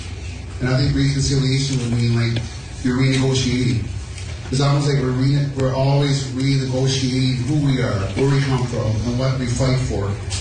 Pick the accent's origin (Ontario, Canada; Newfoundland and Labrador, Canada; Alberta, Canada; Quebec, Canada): Newfoundland and Labrador, Canada; Because we're not from Ottawa. We don't have a land in Ottawa. They're just in a room, closed up, locked up. I said, they don't belong there. I said, those artifacts belong in Labrador.